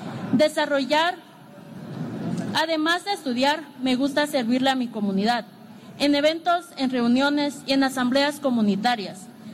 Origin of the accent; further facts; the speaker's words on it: Santiago Yaitepec, Oaxaca, Mexico; first language Chatino; Spanish is a second language; Soy originaria de una comunidad de Oaxaca, de Santiago Yaitepec, Oaxaca.